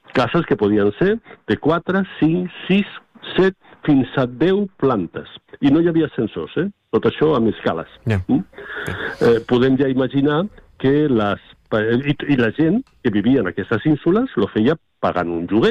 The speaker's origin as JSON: {"language": "Catalan", "town": "Tarragona", "region": "Catalonia", "country": "Spain", "tie": "born or raised there"}